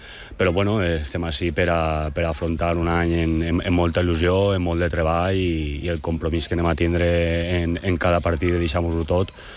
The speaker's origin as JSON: {"language": "Catalan", "town": "Alcoy", "region": "Valencian Community", "country": "Spain", "said": "jo al final sóc del Coll"}